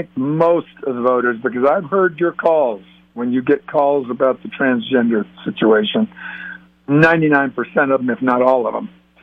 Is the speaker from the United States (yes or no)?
yes; United States; I consider myself pretty much almost, well, I'm an American independent as far as voting.